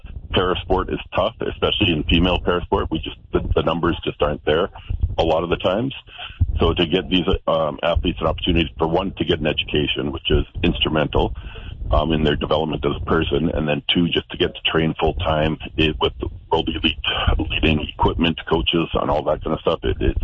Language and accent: English; Winnipeg, Manitoba, Canada; I'm from Winnipeg, so I work with Basketball Manitoba there